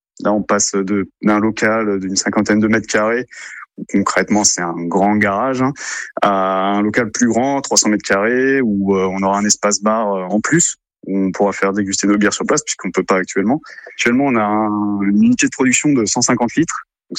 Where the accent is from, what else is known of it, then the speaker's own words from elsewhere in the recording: the north of France, France; now in Pierrelatte, France; on vient du Nord avec mon associé